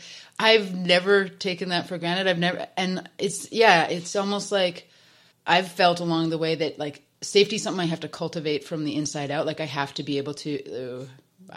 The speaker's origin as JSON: {"language": "English", "region": "Alberta", "country": "Canada", "tie": "born or raised there", "moved": "yes", "lives_now": "Penticton, Canada", "said": "I grew up in Alberta"}